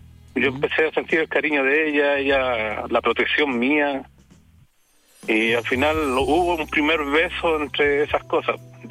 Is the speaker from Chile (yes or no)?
yes; Santiago, Santiago Metropolitan Region, Chile; now in Southern Chile; Mi familia es toda de Santiago y yo emigré hacia el sur de Chile.